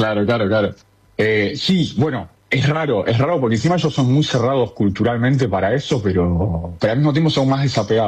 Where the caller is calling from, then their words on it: Berazategui, Buenos Aires Province, Argentina; yo vivo en Argentina en realidad. Estoy acá en Polonia desde el 18 de mayo, creo que llegué. No, el 18 de mayo viajé. Llegué acá el 22, 23.